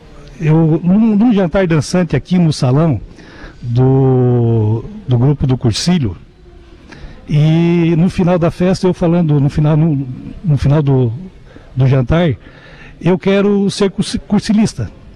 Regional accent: Braço do Norte, Santa Catarina, Brazil; moved away as an adult; now in Araranguá, Brazil; eu sou natural de Braço Norte. Eu vim para Araranguá em 1988.

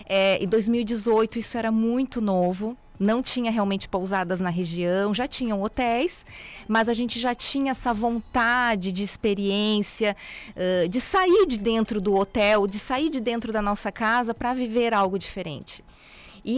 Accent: Rio Grande do Sul, Brazil; moved away; a gente veio do sul, muitos não sabem, né? Nós somos gaúchos

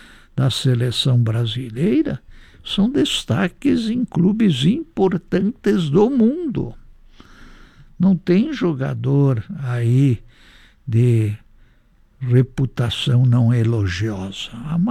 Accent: Brazil

